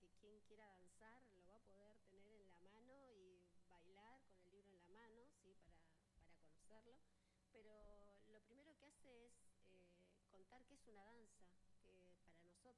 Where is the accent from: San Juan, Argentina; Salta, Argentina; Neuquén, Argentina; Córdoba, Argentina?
Neuquén, Argentina; Cutral Có; Yo soy hijo de un criancero, me crié en Cutralcó, que por cuestiones de movimiento salieron en búsqueda de trabajo, se instaló YPF, mis padres, mis tíos, todos se instalaron allí por búsqueda de trabajo